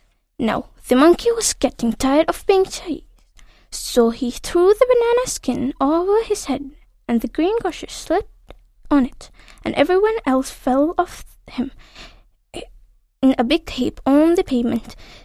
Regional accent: Delhi, India; ഞാൻ ജാമിയമില്ല ഇസ്ലാമിന്റെ അടുത്താണ്.

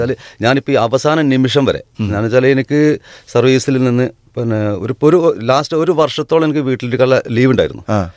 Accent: Cherukode, Kerala, India; ഞാൻ വണ്ടൂരിനടുത്ത് ചെറുകോട് ചാത്തങ്ങോട്ടുപുറം എന്ന് പറഞ്ഞ സ്ഥലത്താണ് ജനിച്ചതും വളർന്നതും. എൻ്റെ ബാല്യകാലങ്ങളൊക്കെ അവിടെ വെച്ചിട്ട് അവിടെ തന്നെ ആയിരുന്നു.

